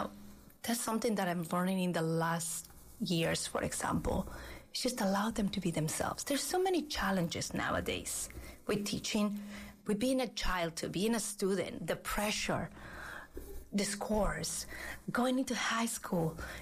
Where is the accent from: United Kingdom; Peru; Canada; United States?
Peru; moved away; I was born and raised in Peru